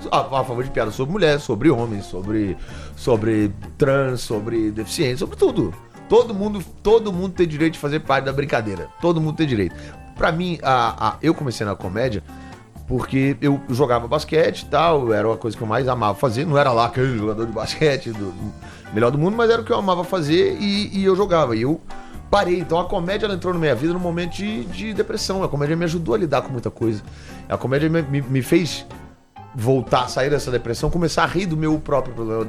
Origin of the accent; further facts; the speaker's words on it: Brazil; Eu sou humorista brasileiro, é isso que eu sou.